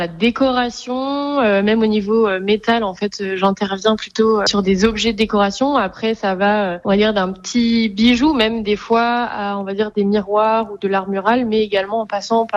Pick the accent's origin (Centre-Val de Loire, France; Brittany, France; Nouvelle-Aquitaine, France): Nouvelle-Aquitaine, France; moved away as an adult; now in Grand Est, France; moi je me suis installée à Metz tout récemment. Avant d'arriver dans le Grand Est, je suis d'originaire de Charente-Maritime.